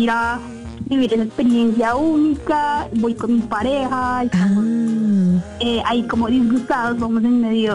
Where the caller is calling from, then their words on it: Bogotá, Colombia; En este momento en Normandía, pero vivo en Bosa